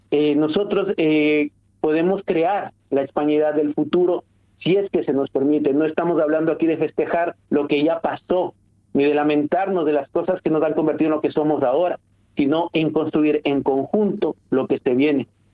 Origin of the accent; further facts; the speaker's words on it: Ecuador; now in Oviedo, Spain; vengo de Ecuador, la madre de mis hijos es obetense, mis hijos son obetenses y se sienten tan ecuatorianos como españoles.